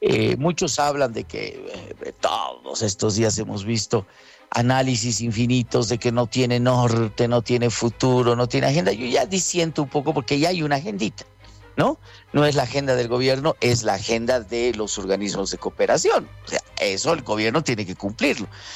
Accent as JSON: {"language": "Spanish", "country": "Bolivia"}